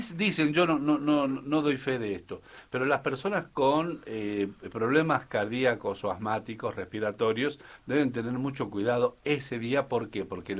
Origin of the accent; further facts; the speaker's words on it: Argentina; yo soy un argentino que le pone el hombro a esta patria.